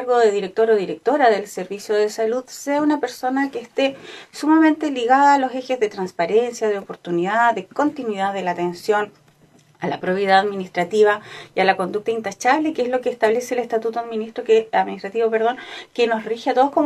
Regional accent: Los Lagos, Chile; ¿Y qué pasa con nuestras vecinas, con nuestros vecinos? Yo soy chilota.

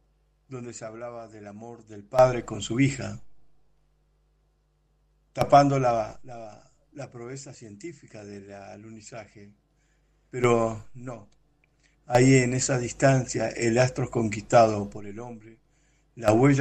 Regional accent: Argentina; soy de Argentina.

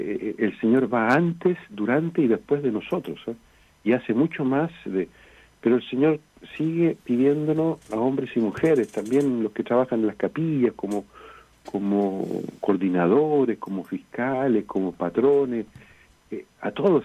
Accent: Chile; now in Chiloé, Chile; toda la cultura chilota es una riqueza como chileno, ser parte también de esta historia de acá, de Chiloé.

